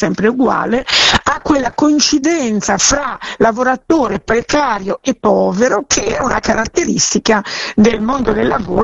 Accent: Milan, Lombardy, Italy; essendo milanese

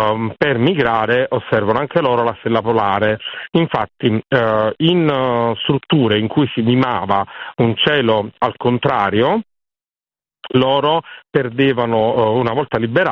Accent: Naples, Campania, Italy

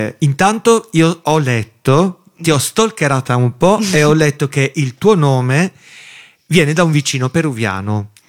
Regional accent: Sicily, Italy; Sono siciliano

